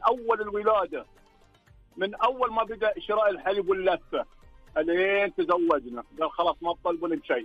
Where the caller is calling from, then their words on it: Eastern Province, Saudi Arabia; من المنطقه الشرقيه.